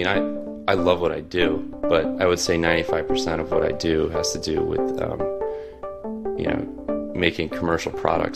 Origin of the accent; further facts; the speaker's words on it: Delaware, United States; I grew up in Delaware, which is a big chemical sort of powerhouse, as were DuPont and a bunch of prescription drug companies are